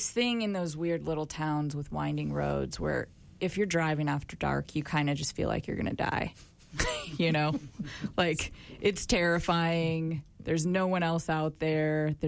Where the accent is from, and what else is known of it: Nevada City, California, United States; born or raised there; moved away